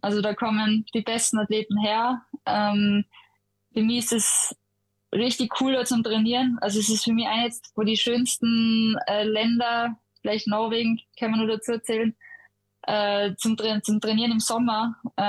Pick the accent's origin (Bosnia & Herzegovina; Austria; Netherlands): Austria; bleib gern Österreicherin.